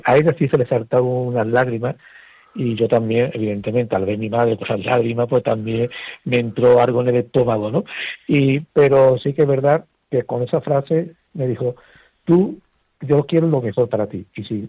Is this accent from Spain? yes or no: yes; Arcos de la Frontera, Andalusia, Spain; en mi pueblo, en Arcos de la Frontera, de la provincia de Cádiz